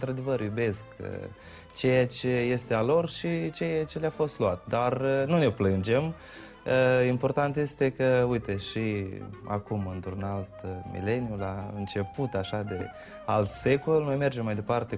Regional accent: Chernivtsi Oblast, Ukraine; moved away; eu cumva sunt la interferență între Bucovina și Hierța. Satul meu este așezat chiar lângă Codrii Cosminului.

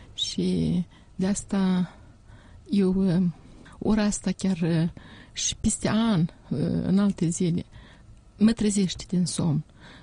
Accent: Chirileni, Ungheni District, Moldova; au smuls covorul de perete la noi, la satul meu, Chirileni Ungheni, de unde sunt eu.

